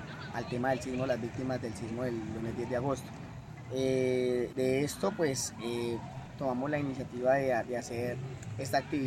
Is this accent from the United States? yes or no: no; Colombia; esa responsabilidad que tenemos como pueblo colombiano.